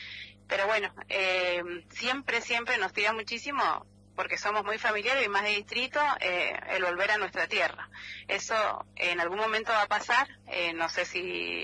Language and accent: Spanish; San Rafael, Mendoza, Argentina; moved away as an adult; nosotros venimos de Rama Caída, que es nuestro distrito, pero bueno, mi marido hizo la escuela primaria en las Barrancas del Paraná, yo en la escuela Terán.